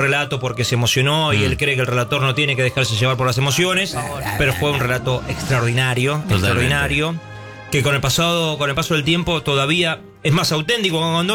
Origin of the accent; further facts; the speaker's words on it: Argentina; porque si alguien rema somos los argentinos